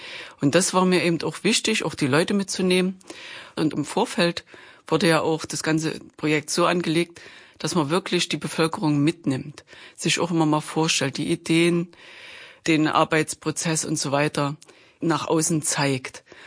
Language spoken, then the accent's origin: German; Chemnitz, Saxony, Germany